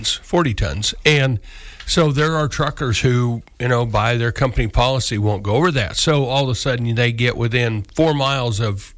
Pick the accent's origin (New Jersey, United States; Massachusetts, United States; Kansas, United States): Kansas, United States; Morganville; Morganville, which mm-hmm. I left out, my hometown